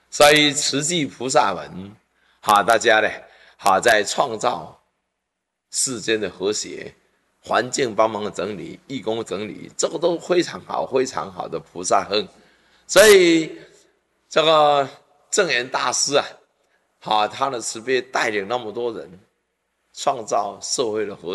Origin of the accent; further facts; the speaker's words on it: Taiwan; 站在我们台湾，我们中国人